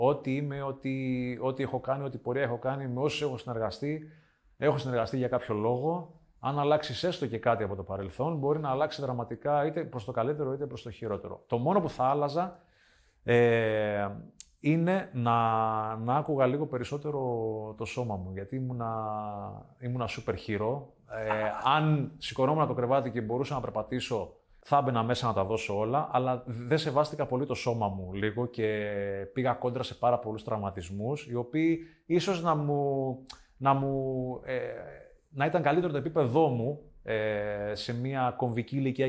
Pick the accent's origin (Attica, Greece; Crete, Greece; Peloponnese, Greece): Crete, Greece; Rethymno; moved away